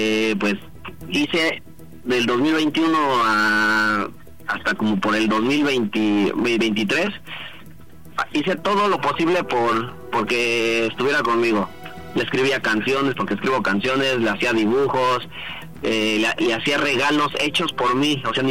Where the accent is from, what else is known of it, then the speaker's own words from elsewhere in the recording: Mexico City, Mexico; De la Ciudad de México, tengo 36 años.